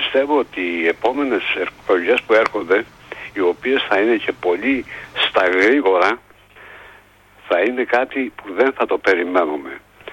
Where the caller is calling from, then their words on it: Greece; εγώ σαν Έλληνας